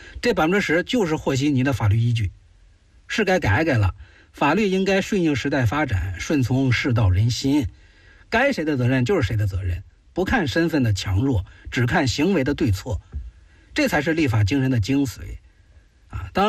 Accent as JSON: {"language": "Chinese", "region": "Hebei", "country": "China", "said": "胡林鹏是我们河北人啊，95年出生"}